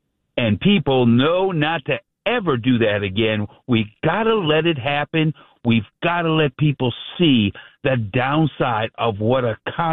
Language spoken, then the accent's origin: English; Boston, Massachusetts, United States; born there; now in Richmond, United States; And even though I was born in Boston, but I'd lived in Richmond for over 50 years